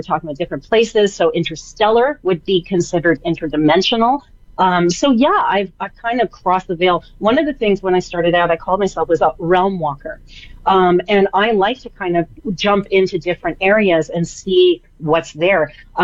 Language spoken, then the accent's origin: English; Canada; I'm Canadian